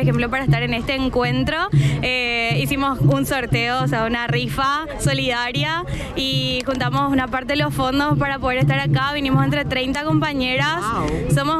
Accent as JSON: {"language": "Spanish", "country": "Paraguay", "said": "soy de Paraguay"}